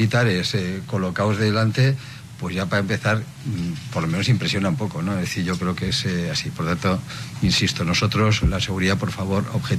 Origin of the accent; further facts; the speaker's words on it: Basque Country, Spain; moved away; Yo soy vasco